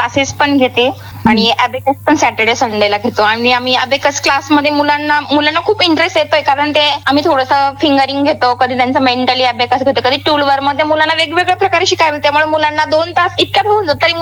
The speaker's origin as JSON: {"language": "Marathi", "town": "Pathardi", "region": "Maharashtra", "country": "India", "tie": "born or raised there", "moved": "as an adult", "lives_now": "Nashik, India", "said": "मी मूळची पाथर्डीची आहे, पाथर्डी, आणि माझ्या लग्नानंतर मला नाशिक रोड देवळाली गाव इथे दिलेलं आहे।"}